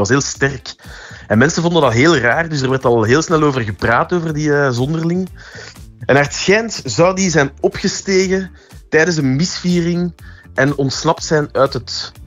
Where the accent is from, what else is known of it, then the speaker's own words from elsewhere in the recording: Sint-Genesius-Rode, Flanders, Belgium; now in Affligem, Belgium; Ah, wel, ik ben eigenlijk oorspronkelijk van Sint-Genestius-Rode, hè, dus de Zennevallei.